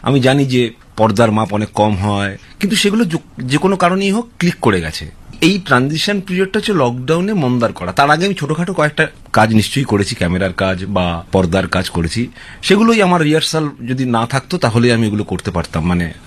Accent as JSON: {"language": "Bangla", "region": "West Bengal", "country": "India", "tie": "born or raised there", "lives_now": "Kolkata, India", "said": "আমি একটা মফস্বলের ছেলে, মফস্বলে থিয়েটার করা, তারপর কলকাতা এসে থিয়েটার করছি"}